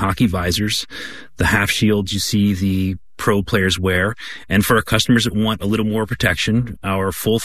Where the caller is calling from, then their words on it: Arlington, Virginia, United States; Hello, Guy and Chris. … I'm calling in from Arlington, Virginia.